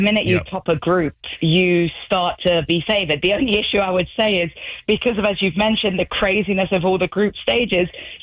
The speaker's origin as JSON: {"language": "English", "region": "England", "country": "United Kingdom", "tie": "born or raised there", "moved": "yes", "lives_now": "Charlotte, United States", "said": "I grew up in England"}